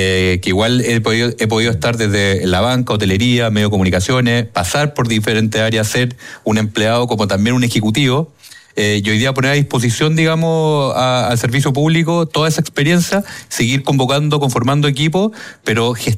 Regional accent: Santiago, Santiago Metropolitan Region, Chile; also born or lived in Antofagasta; yo también nací en Santiago, en la clínica alemana, viví en los dominicos, en esa época era más parcela, así que me tocó un poco en lo que es la vida de campo allá por la parte de Las Condes. Pero también nunca tuve la vida de barrio

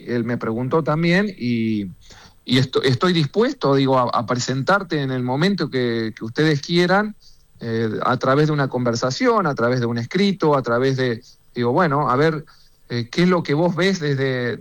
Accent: Argentina; moved away as an adult; also born or lived in Chile / Fortaleza, Brazil; yo soy argentino

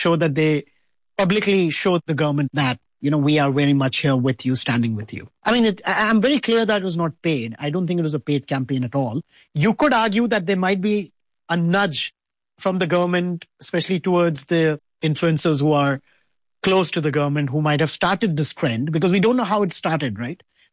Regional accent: India; I come from India, I see that in India.

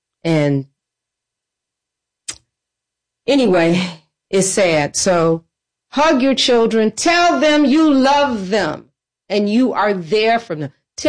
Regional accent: Detroit, Michigan, United States; What do I say about my hometown of Detroit?

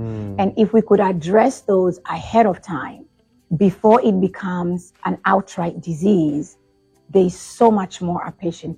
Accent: Kenya; now in Leesburg, Georgia, United States; Well, originally I'm from Kenya, born and raised, and then came to the U.S. many, many years ago.

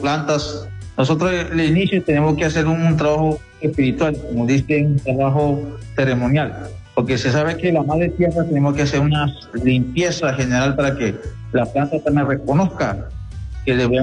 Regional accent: Colombia; soy miembro de la Comunidad Arhuaca

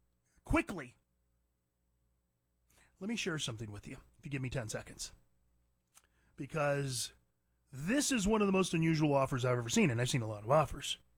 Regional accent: California, United States; I'm from California.

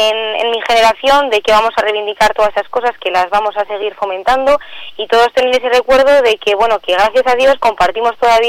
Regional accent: Brieva de Cameros, La Rioja, Spain; No es porque sea mi pueblo ni porque represente al que digo yo el mejor pueblo de La Rioja

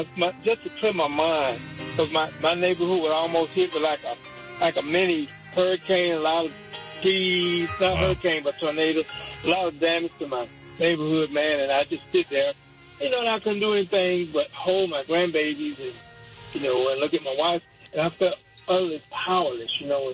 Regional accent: Georgia, United States; now in Columbus, United States; Georgia. I live in Columbus, but I grew up in Stewart County. You know, you went to Albany, Albany. I grew up about 50 miles from Albany, Georgia.

